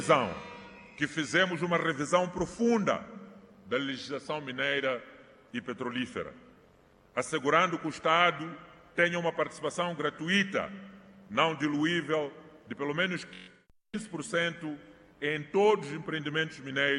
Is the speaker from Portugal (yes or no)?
no; Mozambique; Estes recursos devem beneficiar o povo moçambicano e a todos nós como moçambicanos.